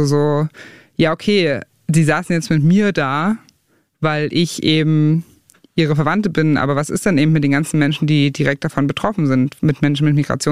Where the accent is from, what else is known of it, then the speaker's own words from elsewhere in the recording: Saxony-Anhalt, Germany; dass da in Teilen Ostdeutschlands und Sachsen-Anhalt und der Altmark, wo ich herkomme